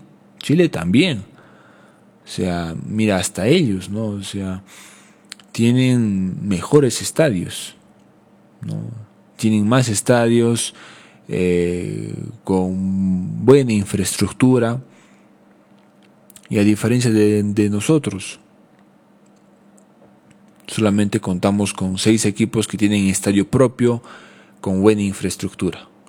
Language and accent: Spanish; Peru; en Perú, nosotros nunca hemos albergado Copa América